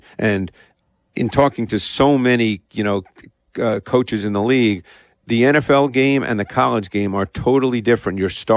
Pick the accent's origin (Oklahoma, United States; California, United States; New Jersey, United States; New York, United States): New York, United States; Queens; I grew up in Queens, and not a lot of high schools in New York City have football. So my high school didn't have football